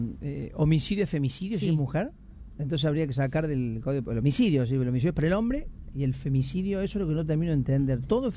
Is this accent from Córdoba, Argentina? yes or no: no; Hernandarias, Entre Ríos, Argentina; Mira, en mi pueblo somos 11.000 habitantes, Hernandarias, en Entre Ríos. Nos conocemos todos.